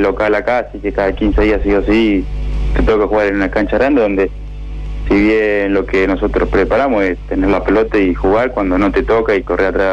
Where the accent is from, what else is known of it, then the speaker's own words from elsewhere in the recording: Firmat, Santa Fe, Argentina; now in Casilda, Argentina; Sí, de Firmat.